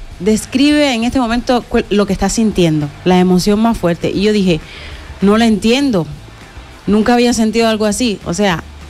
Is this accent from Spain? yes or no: no; Cuba; En Cuba, crecí en Cuba, me crié con mis abuelitos, y esa señora vivía enfrente